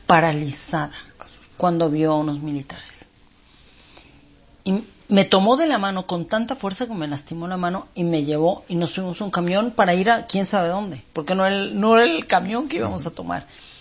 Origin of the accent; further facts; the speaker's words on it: Mexico City, Mexico; Yo sentía cuando era niña en la Ciudad de México y en la colonia Mixcoac y en La Juárez, en todos los sitios donde nos movíamos a pie, que todos éramos iguales.